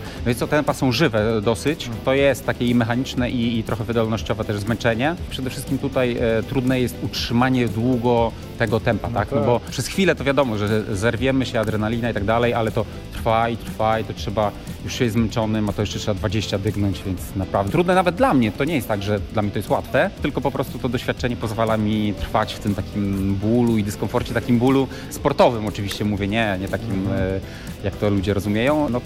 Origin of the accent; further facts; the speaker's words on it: Warsaw, Masovian Voivodeship, Poland; Ja jestem generalnie z Warszawy